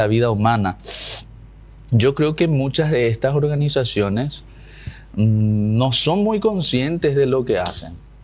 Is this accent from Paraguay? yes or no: yes; Paraguay; nosotros como paraguayos estamos a favor de la cooperación entre los estados